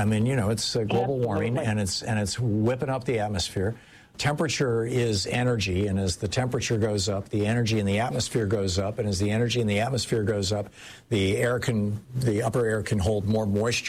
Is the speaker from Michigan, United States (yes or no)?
yes; Lansing, Michigan, United States; moved away; how's my hometown?